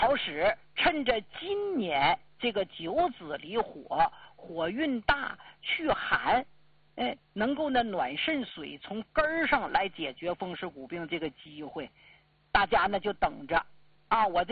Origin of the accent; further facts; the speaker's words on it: Northeast China, China; 因为咱们家乡啊，你说地处东北